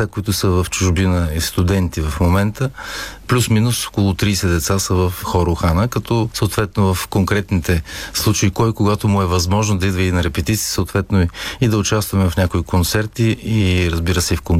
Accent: Gorna Oryahovitsa, Veliko Tarnovo Province, Bulgaria; тъй като съм от Горна Оряховица, веднага след музикалното училище аз бях и корепетитор там

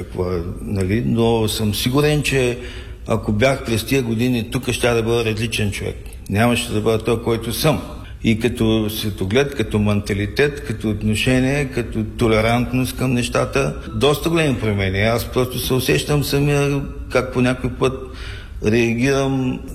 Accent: Varna, Varna Province, Bulgaria; born there; аз съм роден във Варна и съм много щастлив, че изложбата е във Варна. Аз съм урбан човек, градски човек съм.

